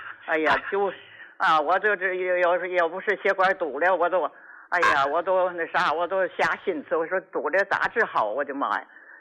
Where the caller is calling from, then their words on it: Qinhuangdao, Hebei, China; 我是秦皇岛的。